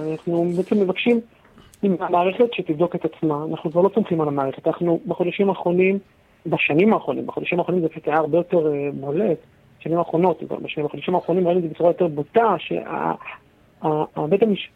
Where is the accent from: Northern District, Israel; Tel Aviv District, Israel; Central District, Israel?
Tel Aviv District, Israel; Bat Yam; איפה שגדלתי בבת ים